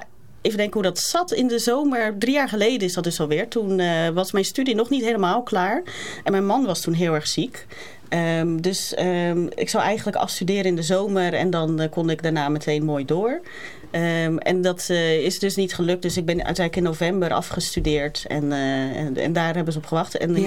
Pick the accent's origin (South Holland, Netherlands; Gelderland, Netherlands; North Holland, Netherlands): South Holland, Netherlands; Ridderkerk; Grotendeels in Ridderkerk. Ja, ik ben vrij vaak verhuisd, maar grotendeels in Ridderkerk.